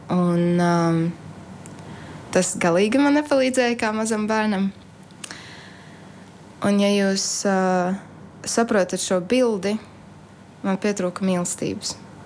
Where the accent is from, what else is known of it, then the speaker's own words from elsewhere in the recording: Skrīveri, Aizkraukle Municipality, Latvia; Es uzaugu baptistu draudzē, Skrīvaros.